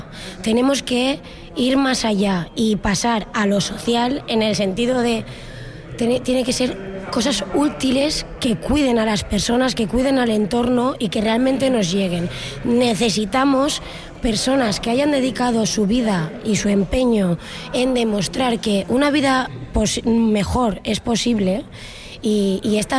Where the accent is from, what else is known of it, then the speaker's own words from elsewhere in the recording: Canals, Valencian Community, Spain; soy de Canals, Valencia.